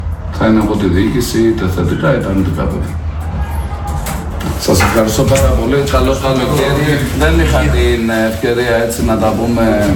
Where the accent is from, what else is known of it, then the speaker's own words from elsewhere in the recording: Greece; Εγώ σαν Έλληνας